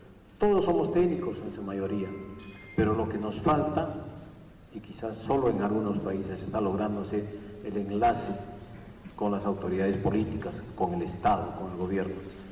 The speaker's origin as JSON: {"language": "Spanish", "country": "Peru", "said": "yo vengo del Perú"}